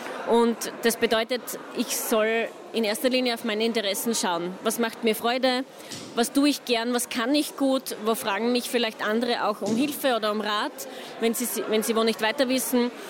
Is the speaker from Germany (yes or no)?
no; Austria; Man steht wirklich nicht so schnell an bei uns in Österreich, sondern hat eigentlich alle Möglichkeiten.